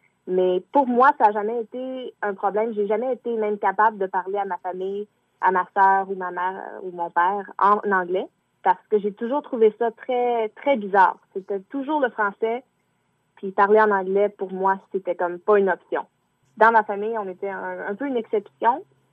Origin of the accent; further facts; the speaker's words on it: British Columbia, Canada; now in Montreal, Canada; mes parents sont québécois, mais j'ai grandi en Colombie-Britannique, en français. Maintenant que j'habite à Montréal